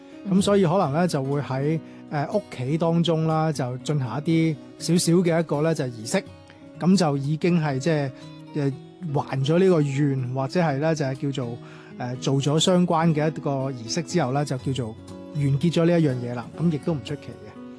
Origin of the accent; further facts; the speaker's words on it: Guangzhou, Guangdong, China; 儘管後期其實我係喺廣州長大嘅，我即係我父母嗰代已經出咗嚟廣州啦，咁喺呢一邊呢就成長嘅。